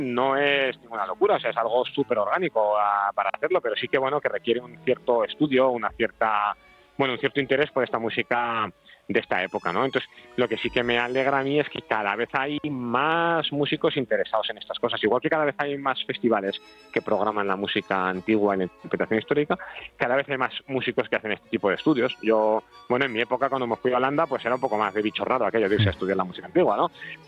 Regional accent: Bilbao, Basque Country, Spain; pues un poco porque como soy de Bilbao y Arriaga en Bilbao siempre ha sido la figura así más llamativa musical

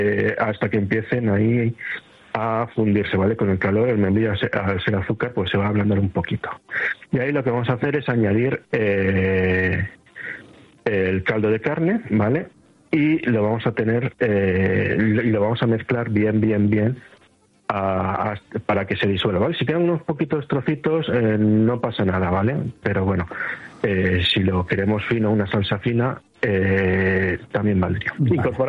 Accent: Extremadura, Spain; Porque es una receta que va a utilizar productos típicos de mi tierra de Extremadura

